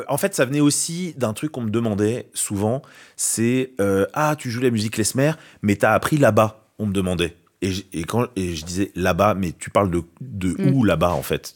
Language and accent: French; Paris, Île-de-France, France; en tant que Parisien, dans les années 2000 ou 2010, ayant accès au monde entier, à Internet